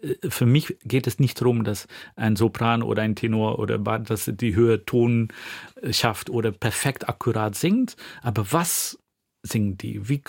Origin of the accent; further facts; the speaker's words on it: Flanders, Belgium; moved away; wo ich aufgewachsen bin in Flandern damals